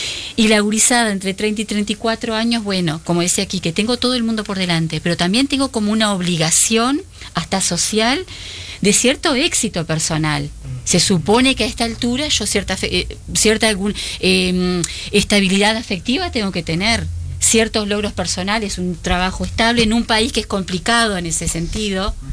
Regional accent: Uruguay; Nosotros como uruguayos

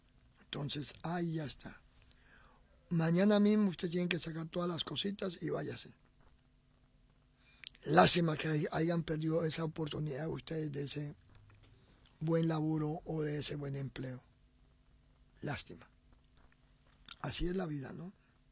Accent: Tacuarembó, Uruguay; Me quiero ir por de mis padres. Yo soy de Tacuarembó. Él me tiene acá a mí, en el campo, en una distancia.

